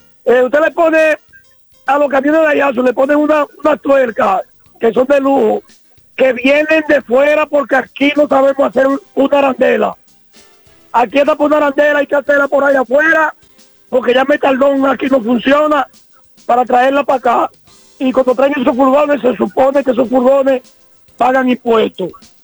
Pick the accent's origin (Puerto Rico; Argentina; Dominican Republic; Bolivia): Dominican Republic; somos dominicanos.